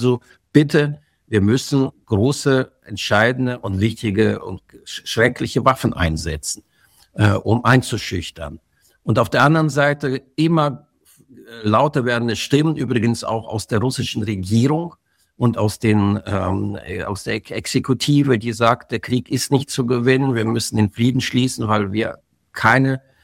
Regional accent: Germany; als Deutsche

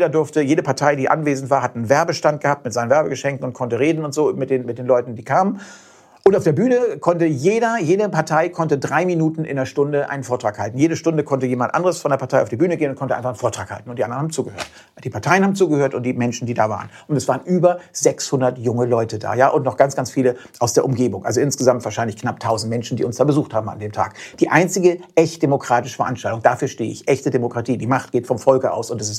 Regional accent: Hamburg, Germany; als Hamburger

